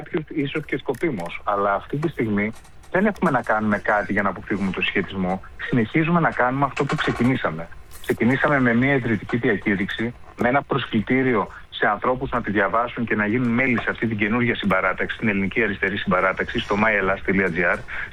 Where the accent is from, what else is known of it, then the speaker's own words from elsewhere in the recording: Serres, Central Macedonia, Greece; ήμουν στη Βόρεια Ελλάδα, όπως είπατε, είμαι από Σέρες.